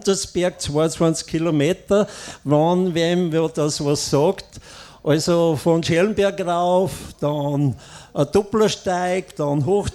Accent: Ekelsberg, Upper Austria, Austria; Wir kommen von Ekelsberg. Das ist Richtung Bezirk Braunau raus.

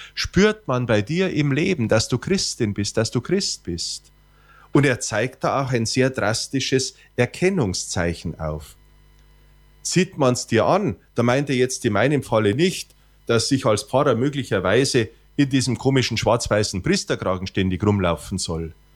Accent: Bavaria, Germany; now in Feichten an der Alz, Germany; Als Bub am Dorf wurde mir diese Frage immer wieder gestellt. Und in Niederbayern daheim

